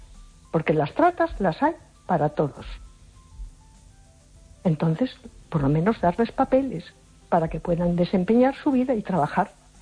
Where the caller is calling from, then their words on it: A Coruña, Galicia, Spain; de La Coruña.